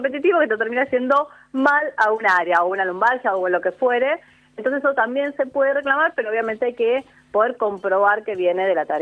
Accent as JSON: {"language": "Spanish", "town": "Caseros", "region": "Buenos Aires Province", "country": "Argentina", "said": "Soy de Caseros yo también, así que vecino mío."}